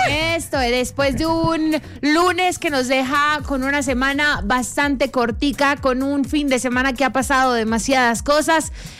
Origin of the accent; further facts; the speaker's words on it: Cali, Valle del Cauca, Colombia; now in Bogotá, Colombia; Les juro, yo antes era más color. Como caleña, que uno tiene el sol todo el tiempo en su sombra.